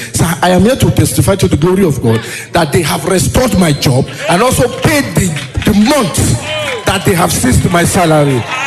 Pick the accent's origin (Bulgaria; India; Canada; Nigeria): Nigeria; Cross River; I am from Cross River State. I stay in Bega.